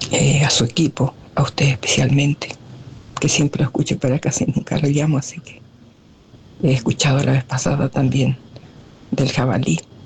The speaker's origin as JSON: {"language": "Spanish", "town": "Bartolomé de las Casas", "region": "Formosa", "country": "Argentina", "tie": "born or raised there", "lives_now": "Formosa, Argentina", "said": "de Formosa Capital, pero mi pueblo natal, feliz de haber nacido ahí, Bartolomé de las Casas, provincia de Formosa, departamento Patiño."}